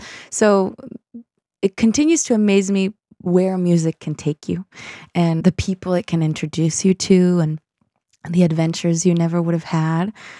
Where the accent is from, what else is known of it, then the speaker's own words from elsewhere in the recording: Boston, Massachusetts, United States; my growing up in Boston.